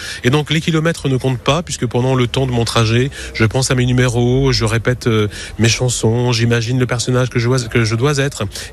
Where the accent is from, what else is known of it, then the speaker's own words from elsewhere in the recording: Lyon, Auvergne-Rhône-Alpes, France; now in Reims, France; Effectivement, moi je viens de Lyon. Ce qui a fait que je suis ici à Reims